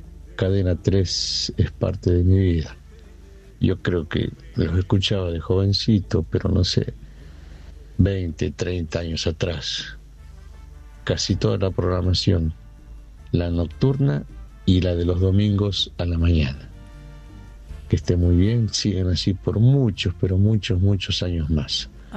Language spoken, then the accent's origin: Spanish; La Rioja, Argentina; Les cuento, soy de La Rioja.